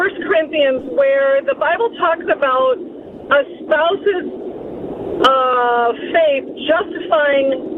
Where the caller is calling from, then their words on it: United States; I'm listening from the Mojave Desert.